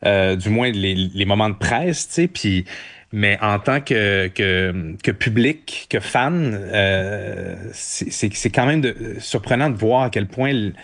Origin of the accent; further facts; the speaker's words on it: Montreal, Quebec, Canada; born there; Ben moi, je suis né à Montréal, fait que j'étais un peu brainwashé.